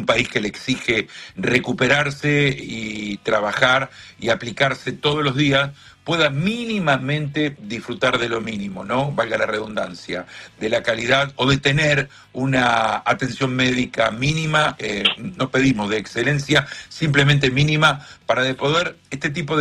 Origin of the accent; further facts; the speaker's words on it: Argentina; me vuelvo a la Argentina. Así que aprovechemos tantas cosas lindas que nos da nuestro país.